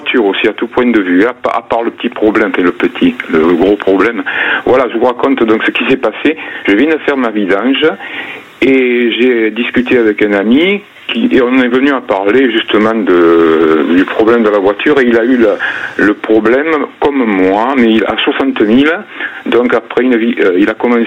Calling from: Provence-Alpes-Côte d'Azur, France; accent: petit accent; D'à côté d'Arles. Dans les Bouches-du-Rhône.

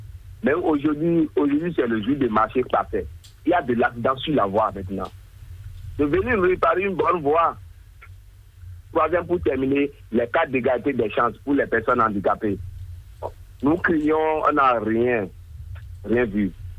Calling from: Ouidah, Atlantique, Benin; depuis Ouida.

